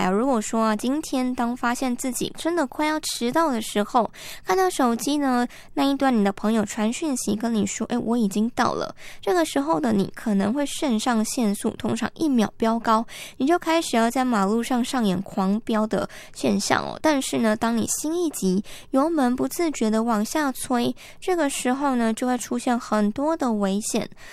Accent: Taiwan; 我们台湾人

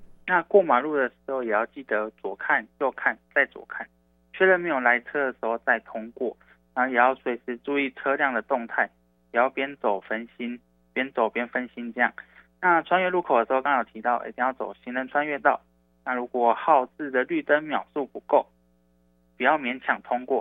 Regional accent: Chiayi, Taiwan; moved away; 因为在我的老家嘉义那边，其实很多长者都没有在戴安全帽。

